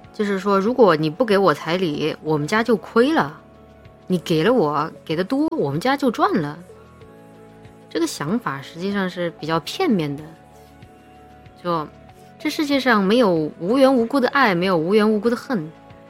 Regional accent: Chongqing, China; 我们老家就是，我老家重庆的嘛，我们那边就没有彩礼，也没有嫁妆。

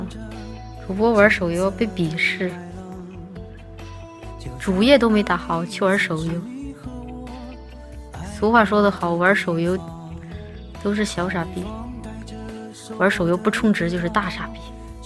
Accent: London, United Kingdom; 还笑我的英语口音。从小伦敦郊区长大的

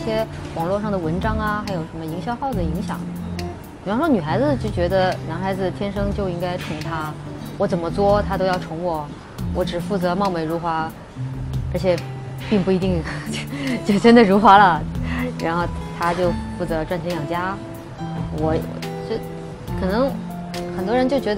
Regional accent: Chongqing, China; now in Shanghai, China; 因为在我家乡重庆，我们是穿泳衣的。然后我到上海来

